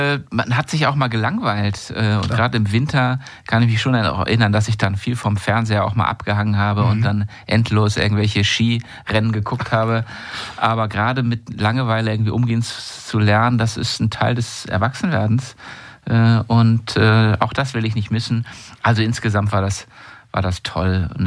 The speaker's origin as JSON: {"language": "German", "region": "Schleswig-Holstein", "country": "Germany", "tie": "born or raised there", "also_born_or_lived": "Eutin", "said": "es ist aber nur meine Geburtsstadt, weil das Krankenhaus war. Aber aufgewachsen bin ich zwischen Plön und Malente. Das sagt wahrscheinlich vielen was. Auf einem ganz kleinen Dorf, Niederklewitz. Das waren 300 Seelen, also ein echtes Dorf, wo kein Bus fährt, außer dem Schulbus"}